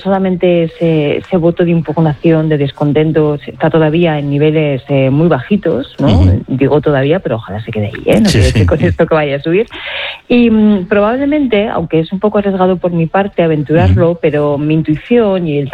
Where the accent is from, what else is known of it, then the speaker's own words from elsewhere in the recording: Aragon, Spain; yo soy aragonesa